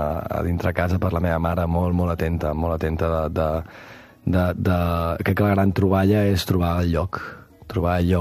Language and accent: Catalan; Verges, Catalonia, Spain; also born or lived in Rupià; La meva infància rural. Pues sí, pues una infància de poble, d'un poble de 1.000 habitants, i a cavall entre el Rupià, que té 200, i pues de llibertat, de comunitat de poble, de gent d'allà, d'influència de l'Empordà